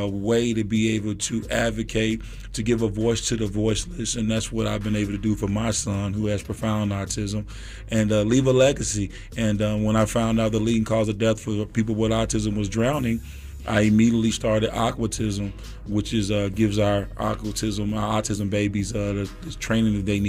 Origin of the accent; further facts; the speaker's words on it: Memphis, Tennessee, United States; we partnered with the YMCA in Memphis, my hometown, as well as in Seattle, my wife's hometown.